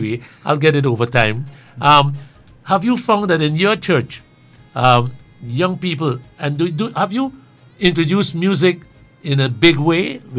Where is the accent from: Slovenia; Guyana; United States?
Guyana; Georgetown, Demerara-Mahaica; born there; I was born in Kitty.